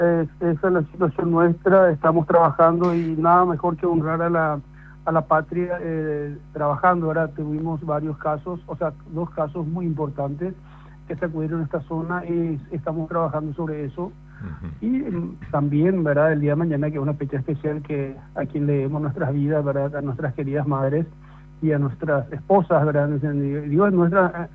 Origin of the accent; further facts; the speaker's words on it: Villa Hayes, Presidente Hayes, Paraguay; moved away; yo soy oriundo del Chaco paraguayo.